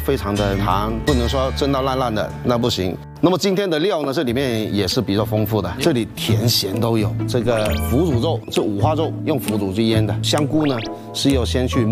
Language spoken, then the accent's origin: Chinese; Guangdong, China; 这个呢是银杏，我们潮汕人叫白果，然后我们用高烧的一个方法，潮汕传统做甜品的